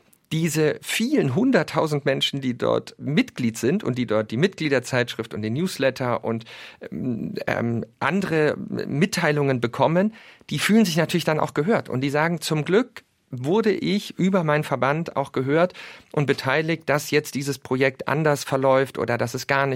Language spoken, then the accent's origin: German; Lusatia, Germany; Also gerade in meiner Heimat, in der Lausitz, wo die Spree dann in Richtung Berlin fließt, der Spreewald